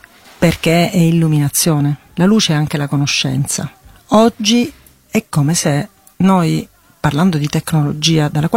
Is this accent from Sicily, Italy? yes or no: yes; Sicily, Italy